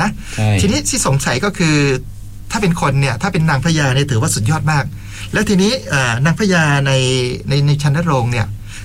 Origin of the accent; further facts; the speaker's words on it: Southern Thailand, Thailand; ในฐานะที่เป็นคนใต้เอง